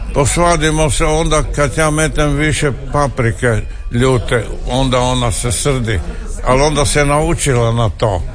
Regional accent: Zagreb, City of Zagreb, Croatia; born or raised there; accent: Kajkavian

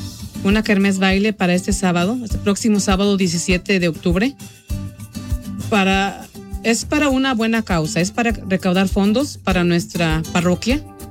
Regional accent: La Concordia, Guerrero, Mexico; now in Omaha, United States; Soy de la Concordia, Guerrero, México.

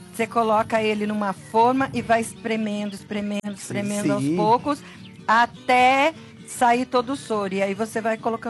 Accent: Paraná, Brazil; Sabia que quando eu era criança pequena lá no Paraná, eu fazia queijo?

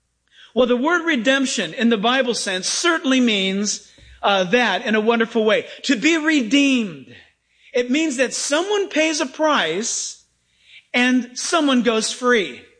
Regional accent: San Diego, California, United States; also born or lived in Orange County; Some of you in here are old enough to remember, like I do, growing up in San Diego and then in Orange County

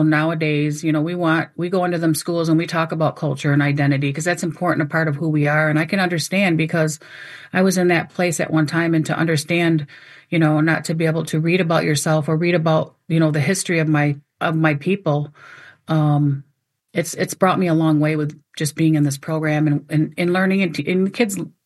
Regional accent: Mount Pleasant, Michigan, United States; Like I'm from the Saginaw Chippewa tribe in Mount Pleasant.

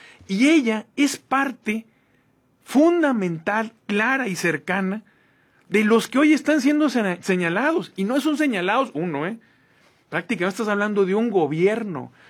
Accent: Sinaloa, Mexico; como somos los sinaloenses

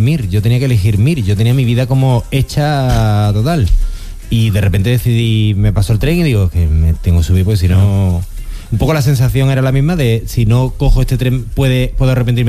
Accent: Seville, Andalusia, Spain; lo que somos de Sevilla siempre diremos Sala Fun Club.

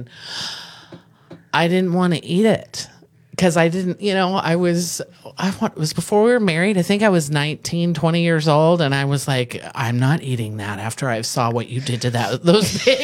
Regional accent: San Jose, California, United States; I grew up in San Jose.

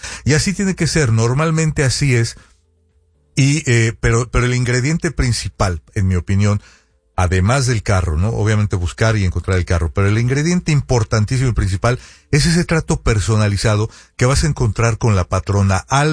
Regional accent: Sonora, Mexico; Somos de Sonora.

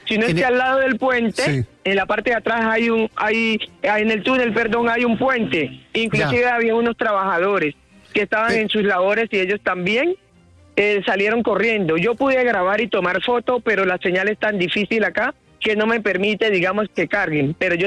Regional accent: Buenaventura, Valle del Cauca, Colombia; soy de Buenaventura, me dirigía para la ciudad de Cali a una cita médica

